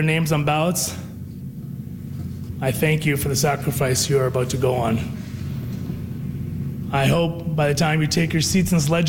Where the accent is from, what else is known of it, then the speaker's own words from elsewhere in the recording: Ottawa, Ontario, Canada; moved away as an adult; now in Manitoba, Canada; a Canadian, Pakistani, Muslim kid born and raised in Ottawa from an immigrant family. Came to Manitoba, of all places